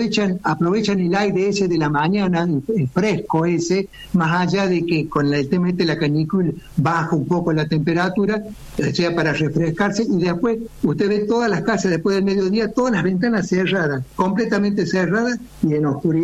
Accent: Córdoba, Argentina; Yo soy de Barrio Jardín, o sea, no voy a decir de qué equipo soy, pero soy de Barrio Jardín, nacido y criado

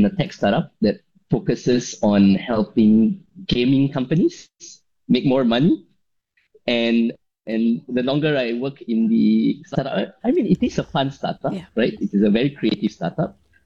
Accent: Singapore; I think that kind of made me realize that as a Singaporean engineer overseas, there's so much knowledge, right?

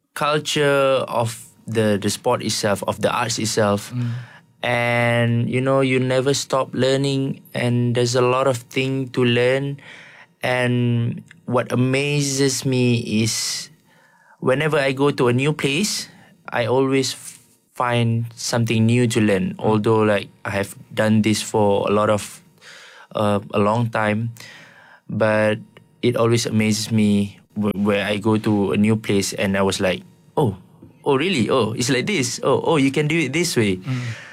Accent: Johor, Malaysia; I was from Johor.

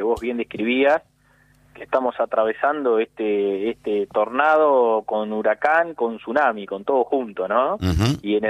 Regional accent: Argentina; pero como argentino te indigna y te hace que es imposible no odiarlo a Milei, ¿no?

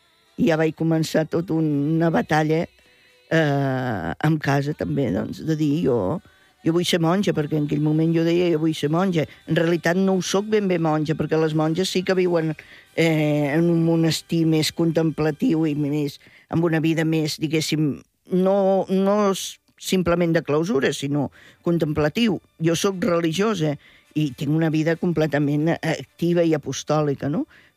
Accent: Reus, Catalonia, Spain; Jo era alumna de les Dominiques de la Presentació a Reus, que a més sóc de Reus

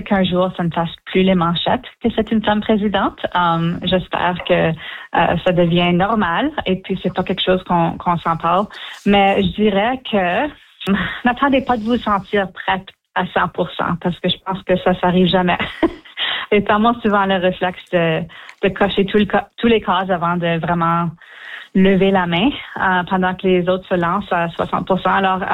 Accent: Winnipeg, Manitoba, Canada; Oui, je suis Manitoba. Je suis née et élevée à Winnipeg.

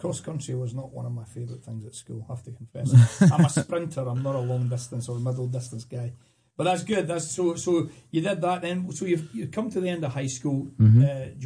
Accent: Scotland, United Kingdom; now in Sacramento, United States; for me as a Scotsman since I came here.

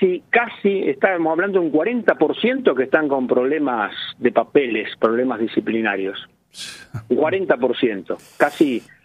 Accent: Rosario, Santa Fe, Argentina; Yo voté en Santa Fe, soy rosarino.

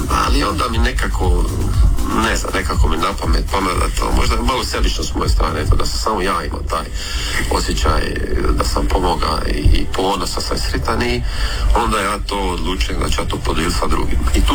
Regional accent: Orebić, Dubrovnik-Neretva County, Croatia; Evo, lijep pozdrav … dolazim sa Pelješca, točno iz Orebića.

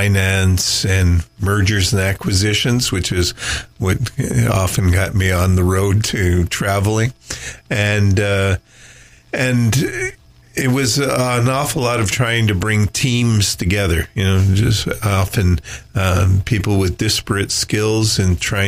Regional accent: Montreal, Quebec, Canada; moved away as an adult; also born or lived in Erin, Ontario; now in Minden Hills, Canada; So I grew up in Montreal, and I worked in lots of different industries, but mostly large multinationals.

